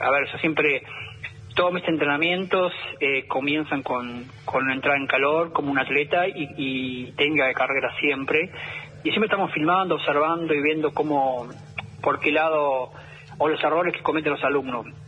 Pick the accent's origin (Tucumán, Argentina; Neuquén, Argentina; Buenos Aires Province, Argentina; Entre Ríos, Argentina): Entre Ríos, Argentina; Villa Clara, el 20 de julio, 9 de julio, Villaguay, que está cerca de mi pueblo.